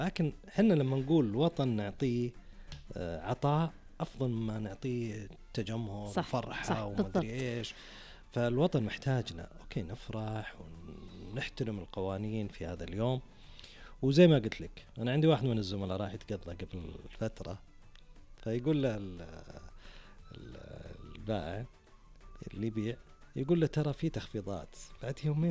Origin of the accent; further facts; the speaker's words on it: Saudi Arabia; بلادنا المملكة العربية السعودية